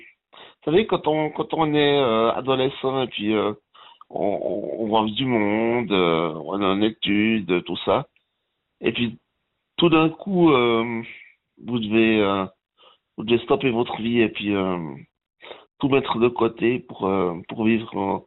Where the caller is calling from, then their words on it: La Chaux-de-Fonds, Neuchâtel, Switzerland; À Chaux-de-Fonds.